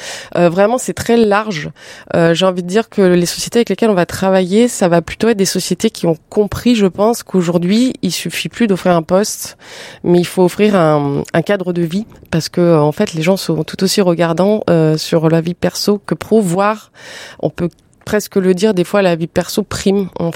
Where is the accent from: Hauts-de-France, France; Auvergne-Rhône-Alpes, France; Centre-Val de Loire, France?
Auvergne-Rhône-Alpes, France; Lyon; Moi je suis lyonnaise, j'étais déjà sur Lyon